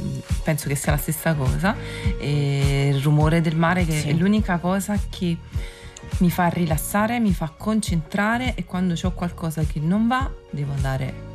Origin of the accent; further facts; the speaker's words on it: Naples, Campania, Italy; Siamo super napoletane